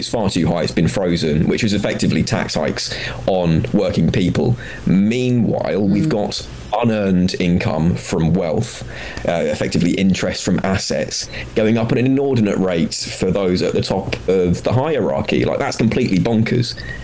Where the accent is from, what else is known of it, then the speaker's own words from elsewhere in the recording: Basildon, East of England, United Kingdom; moved away; I'm from South Essex, from the mighty town of Basildon originally.